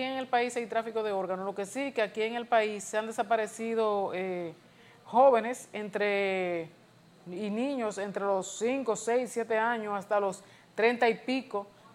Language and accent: Spanish; Neiba, Baoruco, Dominican Republic; moved away; yo soy de Neiva, yo soy de Estero de Neiva, de un pueblecito después de Neiva.